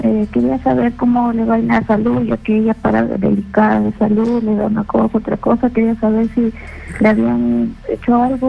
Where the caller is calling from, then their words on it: Callao, Peru; Me llamo desde Callao.